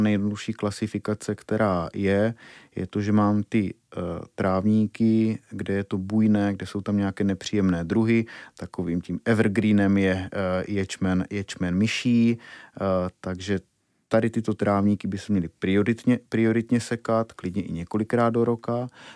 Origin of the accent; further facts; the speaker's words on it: Šumice, Zlín Region, Czechia; dělá se to úplně hore nohama, jak se říká u nás v Šumicích.